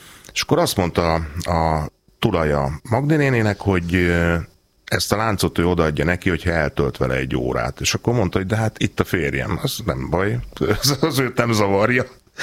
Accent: Hungary

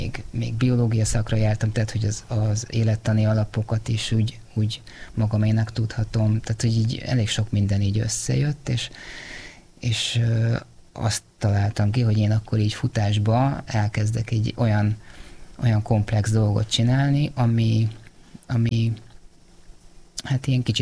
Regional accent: Budapest, Hungary; Igen, gyerekkorom óta ott lakom a hegyen, aha, a 12. kerület, akkor egy 2 kilométer sugarú körben nőttem föl

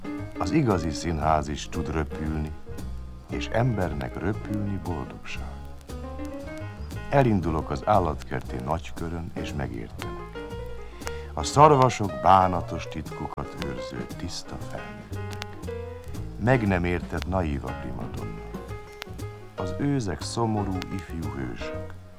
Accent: Budapest, Hungary; Csak sajnos a Gundelt építették át. Itt nőttem fel, gyönyörű és zsibongó kulisszák között, kis biciklimmel rohangálva a lépcsőkön, palackokat hordva, hordókat görgetve, disznókat etetve

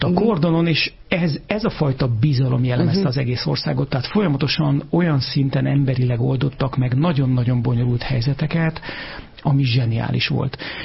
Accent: Hungary; honnan tudod, hogy én magyar vagyok.

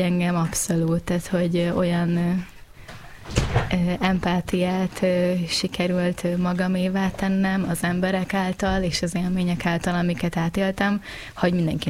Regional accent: Győr, Győr-Moson-Sopron, Hungary; moved away as an adult; also born or lived in Pécs; én Győrmellől származom, és a családom azóta is ott él, és a középiskola után Pécsre mentem tanulni.

